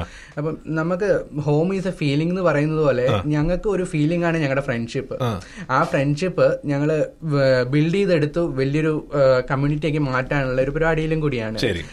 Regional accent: Wayanad, Kerala, India; ഞാൻ വയനാട്.

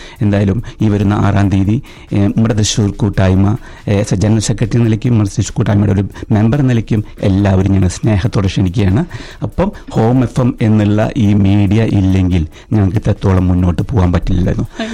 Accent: Thrissur, Kerala, India; moved away; അത് നമ്മുടെ തൃശ്ശൂരിൻ്റെ ഒരു ഭാഗ്യമാണ്.

